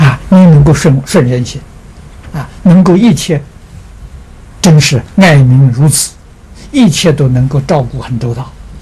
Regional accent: China; 西方人也讲法治，我们中国人比他高明的重要理智啊。

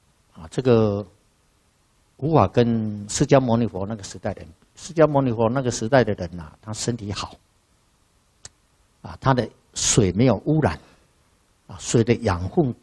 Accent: China; 那么在我们中国人啊，办这个酒席啊，无酒。不成席啊

